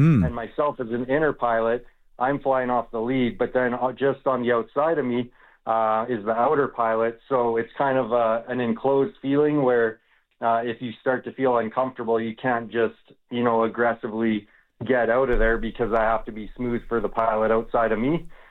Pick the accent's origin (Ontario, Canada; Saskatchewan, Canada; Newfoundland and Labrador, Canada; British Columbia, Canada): British Columbia, Canada; Abbotsford; For myself, I'm from BC. The Abbotsford Air Show is my hometown show.